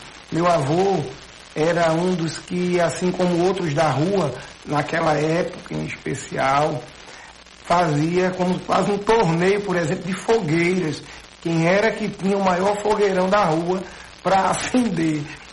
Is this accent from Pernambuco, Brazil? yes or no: yes; Pernambuco, Brazil; eu também volto lá para o meu interior, dentro da várzea, onde morávamos numa área de sítio aqui. Morávamos nas terras dos Brenãs, que fica aqui próximo